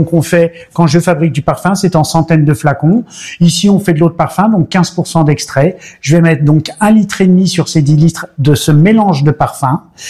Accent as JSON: {"language": "French", "town": "Toulon", "region": "Provence-Alpes-Côte d'Azur", "country": "France", "tie": "born or raised there", "moved": "yes", "lives_now": "Belgium", "said": "Et sinon, ben voilà, j'ai une enfance plutôt française. Je suis né à Toulon."}